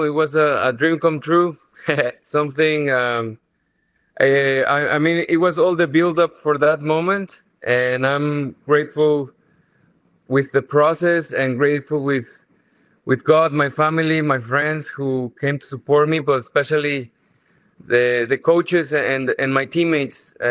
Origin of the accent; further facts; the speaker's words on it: Guadalajara, Jalisco, Mexico; my city, my hometown of Guadalajara, Jalisco, Mexico, was hosting some games.